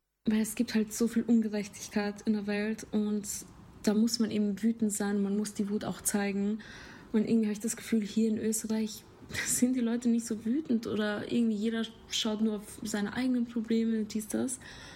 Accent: Albania; now in Germany; aber jetzt halt in einem Land, wo ich herkomme, dass es da auch Aufruhr gibt, das gibt mir Hoffnung.

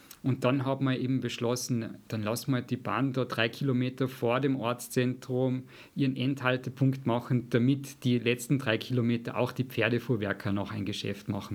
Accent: Mittersill, Salzburg, Austria; moved away as an adult; now in Graz, Austria; Also ich bin eigentlich gebürtiger Pinzgauer. Ich bin in Mittersil geboren, 1990, bin auch dort aufgewachsen. Seit meinem 18. Lebensjahr bin ich mittlerweile in Graz, deswegen ist mein Dialekt nicht mehr so vorhanden, wie er mal früher da war.

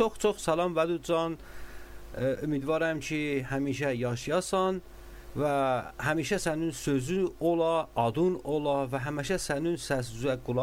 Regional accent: Iran; Yəni, vaqən iftihar eləyəm ki, bir dənə Azərbaycanlıyam və bizim fərhəngimiz belə qəni bir fərhəngdir

